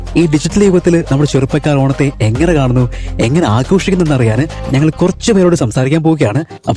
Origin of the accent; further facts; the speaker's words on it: Karunagappally, Kerala, India; കരുനാപ്പള്ളി എന്റെ നാട്ടില്.